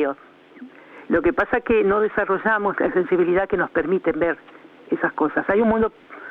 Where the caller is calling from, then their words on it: Chascomús, Buenos Aires Province, Argentina; de Chascomús.